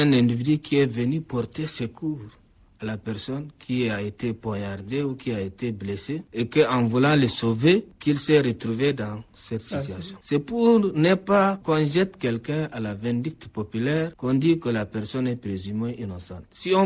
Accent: Chad

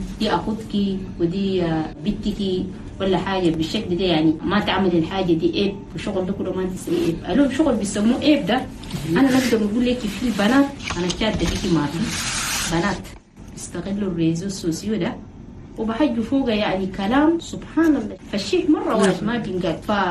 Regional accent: Chad; القبيلة الواحدة اللي بتجمعهم اللي هي الشجرة الظليلة بلدنا تشاد

